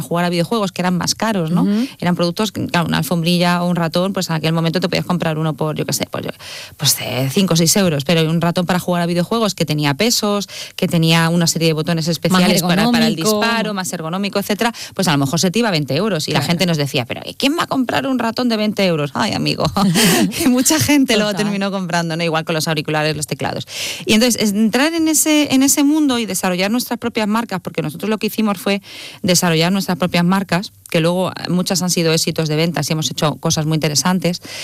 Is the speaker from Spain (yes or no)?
yes; Madrid, Community of Madrid, Spain; moved away as an adult; now in Málaga, Spain; cuando vine a Málaga, pues yo soy de Madrid, cuando vine a Málaga hace ya 22, 23 años